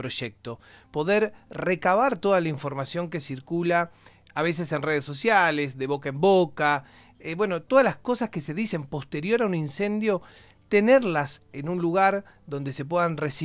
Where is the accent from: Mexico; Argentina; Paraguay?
Argentina